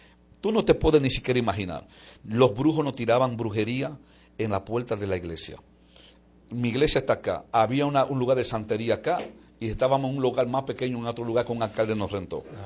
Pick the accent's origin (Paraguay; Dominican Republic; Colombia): Dominican Republic; moved away as an adult; now in United States; nosotros venimos estrenados desde la República.